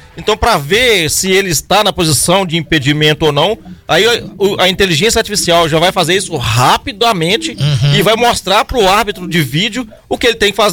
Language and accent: Portuguese; Brazil; nós somos brasileiros